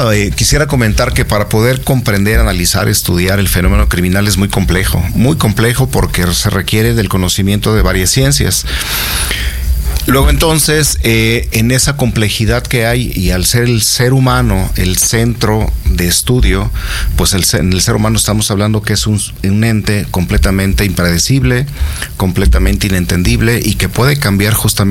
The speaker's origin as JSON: {"language": "Spanish", "country": "Mexico", "moved": "as an adult", "lives_now": "Ecuador", "said": "soy mexicano, soy de formación híbrida también, criminólogo criminalista, y pues tengo ya aquí en Ecuador justamente compartiendo estos conocimientos ya algunos meses"}